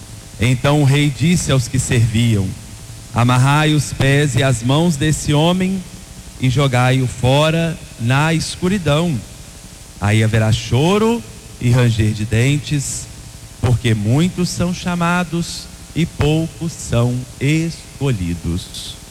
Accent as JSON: {"language": "Portuguese", "country": "Brazil"}